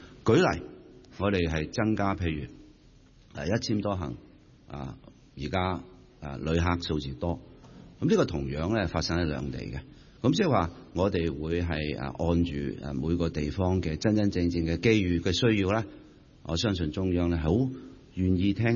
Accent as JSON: {"language": "Cantonese", "country": "Hong Kong", "said": "我們香港人和澳門亦都太過互相熟悉了"}